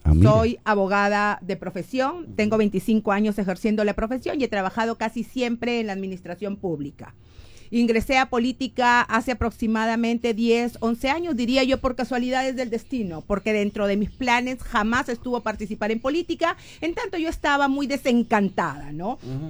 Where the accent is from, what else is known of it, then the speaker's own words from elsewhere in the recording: Piura, Peru; also born or lived in Trujillo, Peru; Sí, nací en Trujillo, pero desde que tengo 6 meses de vida, vivo acá en Piura.